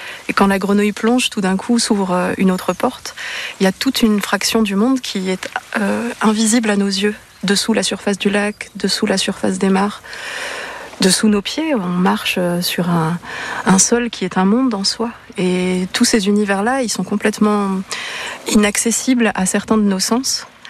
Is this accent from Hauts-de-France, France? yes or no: no; Grand Est, France; j'ai grandi en Lorraine, dans une région qui est très riche en carrières, en forêts, en milieu assez magique et insoupçonné.